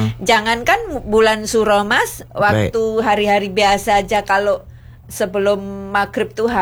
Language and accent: Indonesian; Pacitan, East Java, Indonesia; born there; di kota tempat saya tuh rame